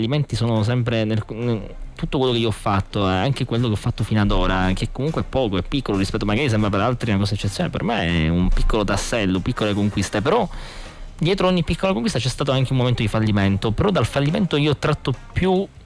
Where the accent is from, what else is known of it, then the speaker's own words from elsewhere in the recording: Palermo, Sicily, Italy; Sì, ed è una bella sfida per me da palermitano, perché comunque sto andando a raccontare una delle figure fondamentali della mitologia palermitana